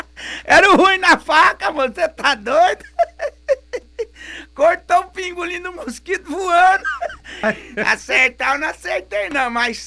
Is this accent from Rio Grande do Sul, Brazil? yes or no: no; Bahia, Brazil; moved away; na Bahia, eu sou baiano, eu vou lá de vez em quando